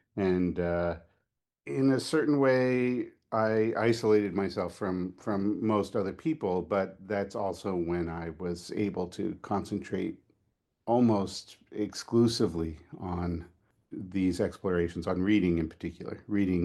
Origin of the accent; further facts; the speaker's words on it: New Jersey, United States; I grew up in actually in New Jersey, in South Jersey, near Philadelphia